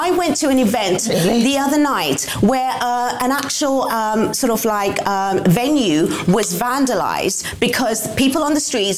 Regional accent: United Kingdom; I am still British and I'm still proud.

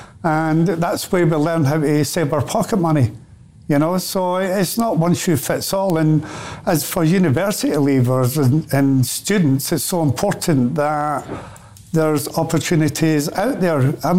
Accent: Scotland, United Kingdom; growing up in Scotland, nearly everybody in Scotland had Saturday jobs.

